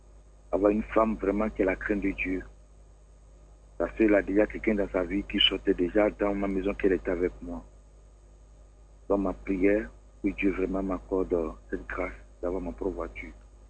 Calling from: Abidjan, Côte d’Ivoire; J'appelle de Angré Nouveau Suivant

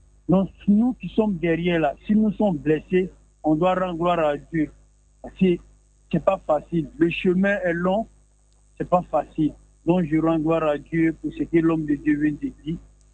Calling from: Abidjan, Côte d’Ivoire; j'appelle de Port-Boué, Abidjan, Port-Boué.

